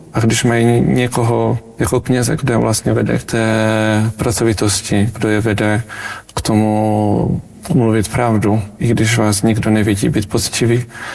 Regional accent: Brno, South Moravian Region, Czechia; Pocházím z Brna, narodil jsem se vlastně v křesťanské rodině a můj otec je pravoslavný kněz.

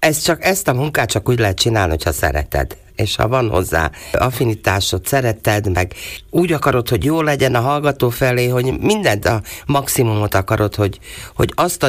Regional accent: Veľké Kapušany, Košice Region, Slovakia; Hát én Nagykaposon születtem, oda jártam alapiskolába, és mikor ott befejeztem az alapiskolát, elmentem Kassára

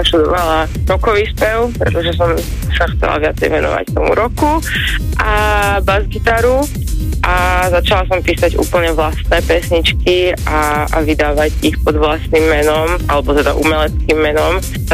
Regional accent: Košice, Košice Region, Slovakia

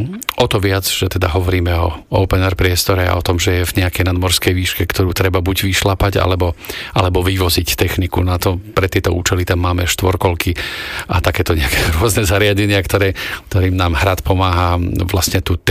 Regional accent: Nové Mesto nad Váhom, Trenčín Region, Slovakia; moved away; ja som rodák z Nového mesta nad Váhom, teda vyrástol som tam.

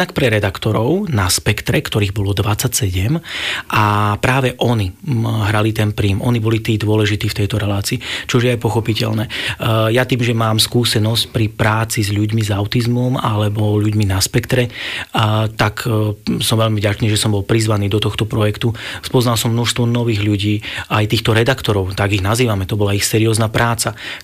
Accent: Banská Štiavnica, Banská Bystrica Region, Slovakia; ako chlapec v Banskej Štiavnici to bolo, tam som študoval, takže tam som bol na strednej škole, ale vlastne už na základnej škole.

